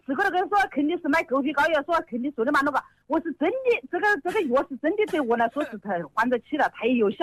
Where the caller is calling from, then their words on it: Xiantao, Hubei, China; 我是湖北仙桃那边的人。